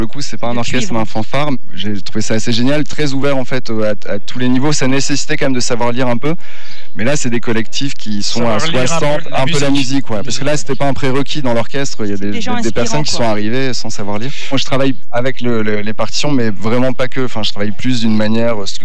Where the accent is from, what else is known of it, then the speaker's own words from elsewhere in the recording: Lille, Hauts-de-France, France; now in Lozère, France; Alors, je suis originaire de Lille. Alors, il se trouve qu'en fait, avec Kelly, on s'est rencontrés en Lozère, mais on est tous les deux originaires du Nord.